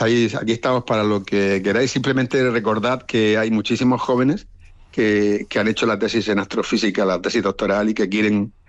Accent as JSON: {"language": "Spanish", "country": "Spain"}